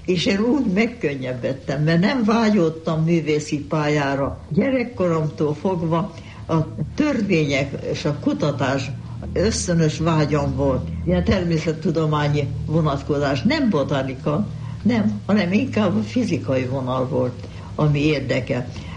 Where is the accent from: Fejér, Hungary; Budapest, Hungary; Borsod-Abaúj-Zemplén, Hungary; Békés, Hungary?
Budapest, Hungary; born there; én magam is Pesten születtem